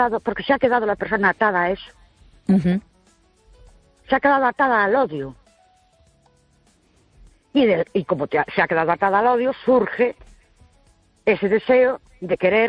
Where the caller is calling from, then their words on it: Ourense, Galicia, Spain; Buenas noches … de Orense.